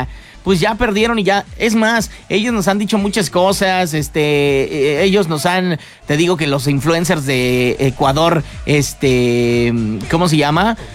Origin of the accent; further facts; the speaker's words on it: Mexico City, Mexico; now in Querétaro, Mexico; somos mexicanos y aguantamos la vara, ya, como cuando llegué aquí a Querétaro que me dijeron, cámara chilanguito